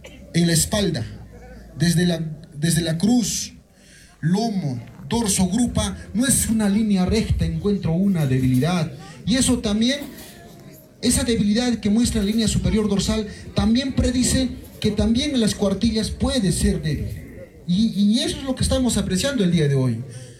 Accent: Coporaque, Cusco, Peru; Yo vengo de Cusco, Espinar, Coporaque.

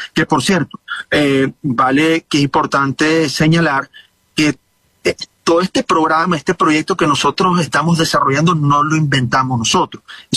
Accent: Venezuela; evidentemente todos somos médicos venezolanos, certificados, acreditados

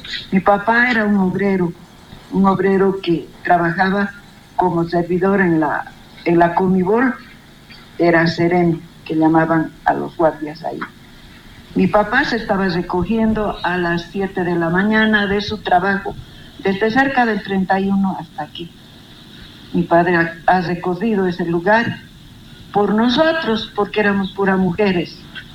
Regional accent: Llallagua, Potosí, Bolivia; Nosotros vivíamos aquí en el campamento 6, aquí, de odontología y atrás.

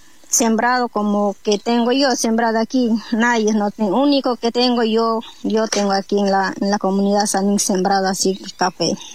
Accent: Lago Agrio, Sucumbíos, Ecuador; moved away; Yo soy quichua, soy del Lago Agrio.

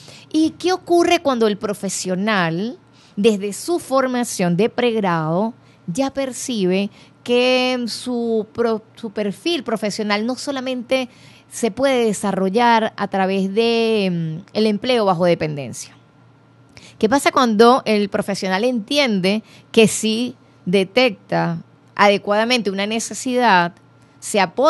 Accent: Ciudad Bolívar, Bolívar, Venezuela; yo soy del estado Bolívar, soy, nací en Ciudad Bolívar

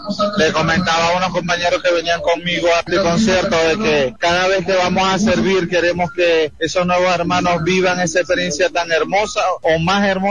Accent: Villa del Rosario, Norte de Santander, Colombia; soy emocionado desde hace 4 años, soy oriundo de Villa de Rosario

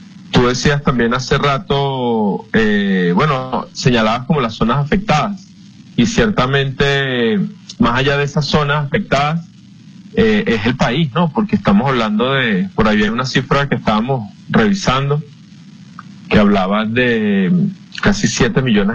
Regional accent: Venezuela; nos golpeó a todos como sociedad, pues, ¿no? Como venezolano.

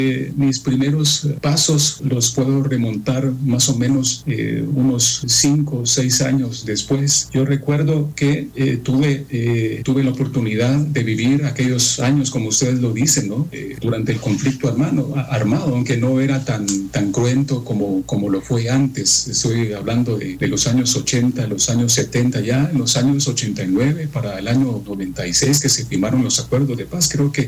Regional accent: Amatitlán, Guatemala Department, Guatemala; entrar a trabajar a una radio alternativa aquí en mi municipio. Yo soy del municipio de Amatitlán

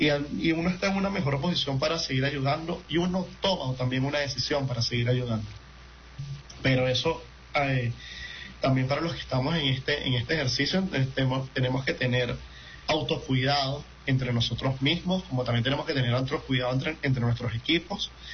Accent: Venezuela; seguíamos vivos también como venezolanos.

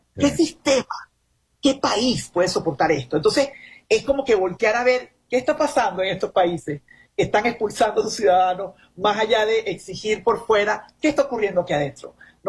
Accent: Venezuela; moved away as an adult; now in United States; qué me hizo salir de mi país, qué me puso a mí como venezolana en esta situación

